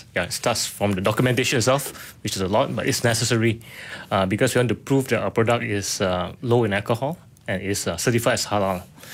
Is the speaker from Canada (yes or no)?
no; Malaysia; being a Malaysian